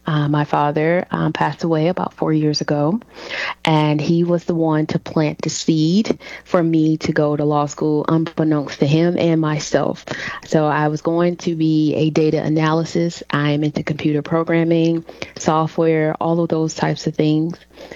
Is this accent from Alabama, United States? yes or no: yes; Alabama, United States; So I am from Alabama, the tri-area, so where Alabama, Mississippi, and Tennessee meets. I always tell people if they know where Huntsville is